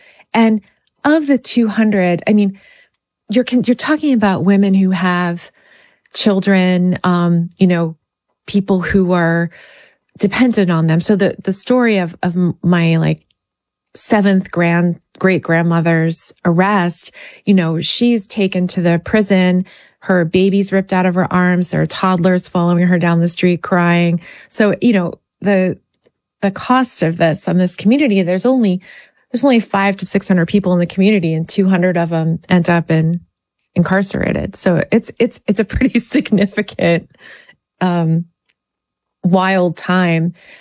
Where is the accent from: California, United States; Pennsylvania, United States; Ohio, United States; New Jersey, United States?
Pennsylvania, United States; I was talking with your producer who's from West Virginia and I'm from Pennsylvania. The woods feel really haunted.